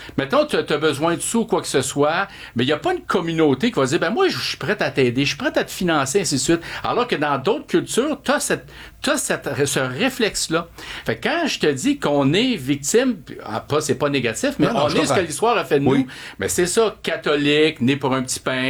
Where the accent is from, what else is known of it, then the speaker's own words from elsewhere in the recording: Brossard, Quebec, Canada; born there; also born or lived in Montreal; now in Saint-Constant, Canada; J'ai été élevé à Montréal, l'est de Montréal, puis après, je suis allé rester à partir de 6 ans à Brossard, puis après, je suis allé dans mon comté à Saint-Constant à partir de 19 ans.